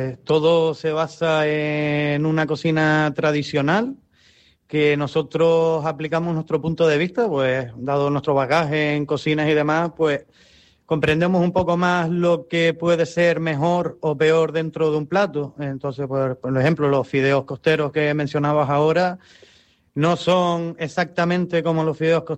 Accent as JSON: {"language": "Spanish", "region": "Canary Islands", "country": "Spain", "said": "cuando los ingleses llegaron aquí a Canarias"}